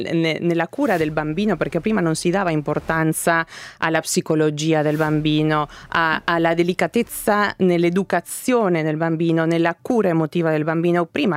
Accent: Argentina; now in Italy; sono argentina

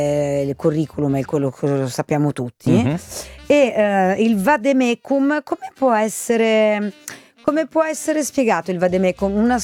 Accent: Milan, Lombardy, Italy; Perché io da vera milanese.

